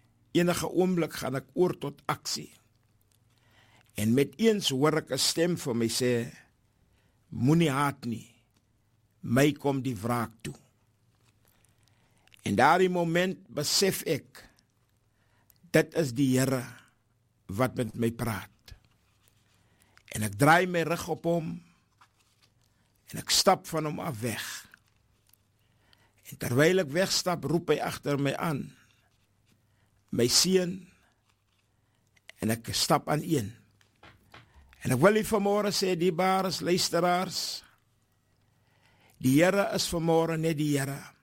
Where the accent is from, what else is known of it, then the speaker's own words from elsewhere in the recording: Victoria West, Northern Cape, South Africa; born there; now in Oudtshoorn, South Africa; van Oudtshoorng, ja, eintlik oorspronklik van die Victoria West.